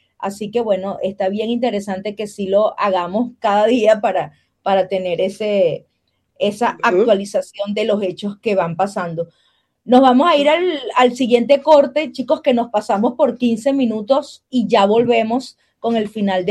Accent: Venezuela; moved away

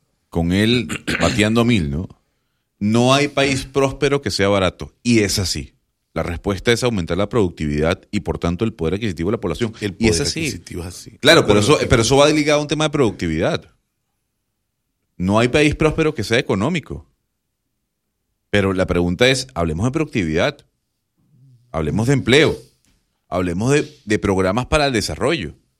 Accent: Panama; en mi país en este caso, que es Panamá?

